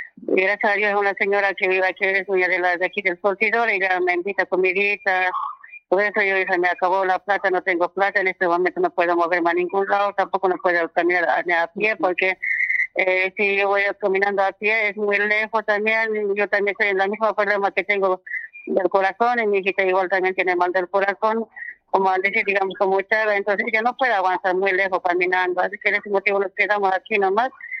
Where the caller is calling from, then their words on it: Cochabamba, Bolivia; Yo vivo en Cochabamba